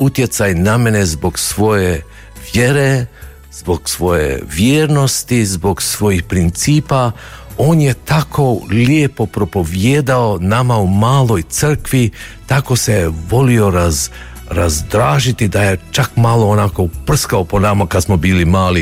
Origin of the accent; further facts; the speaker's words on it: Podbrežje, Karlovac County, Croatia; now in Toronto, Canada; Ja sam rođen u Podbrežju, blizu Ozlja i ja imam 4 brata, 4 sestre i divnu obitelj